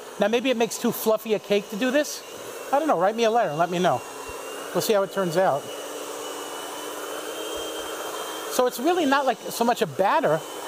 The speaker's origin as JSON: {"language": "English", "town": "West Babylon", "region": "New York", "country": "United States", "tie": "born or raised there", "said": "And the community where I grew up in West Babylon was really a very Catholic community."}